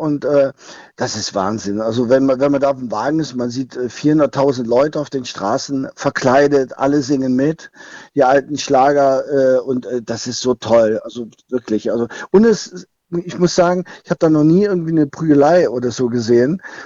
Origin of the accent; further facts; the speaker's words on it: North Rhine-Westphalia, Germany; now in Northern Germany; ich bin ja aus dem Kölner Raum